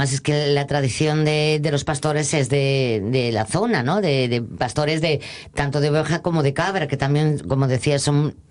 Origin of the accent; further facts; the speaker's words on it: Asturias, Spain; Siendo asturiano, se puede quedar más con uno que con otro.